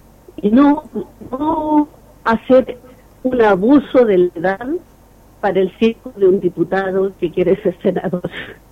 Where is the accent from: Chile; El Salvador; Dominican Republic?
Chile; somos todos chilenos.